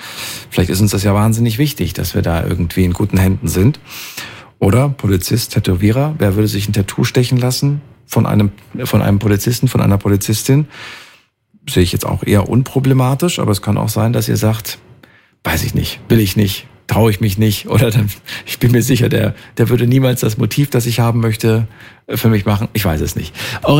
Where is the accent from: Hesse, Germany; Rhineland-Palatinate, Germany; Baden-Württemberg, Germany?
Hesse, Germany; Frankfurt; Ja, ich bin ja ein Frankfurter eigentlich.